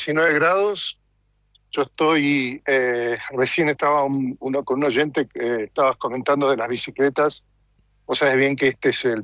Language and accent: Spanish; Argentina; now in North Holland, Netherlands